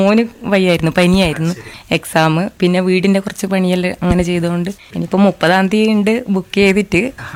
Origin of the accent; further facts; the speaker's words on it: Kerala, India; ഞാൻ ഇവിടെ കാര്യ സ്കൂളിൽ തന്നെയാണ് പഠിച്ചത്, നാലാം ക്ലാസ് വരെ LP, പിന്നെ പയശു സ്കൂളിൽ 5 മുതൽ 7 വരെ, പിന്നെ 8 മുതൽ ഹൈസ്കൂൾ മട്ടന്നൂര്